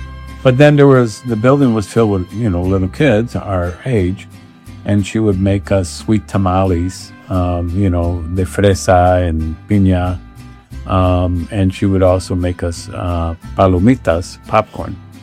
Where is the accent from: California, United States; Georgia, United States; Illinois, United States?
Illinois, United States; Chicago; I grew up here in Pilsen, down the street, but I've been in many places since then.